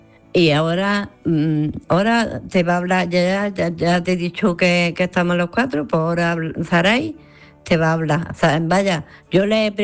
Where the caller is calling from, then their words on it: Granada, Andalusia, Spain; Hola Manolo … Hoy estamos en grupo aquí. Habemos cuatro.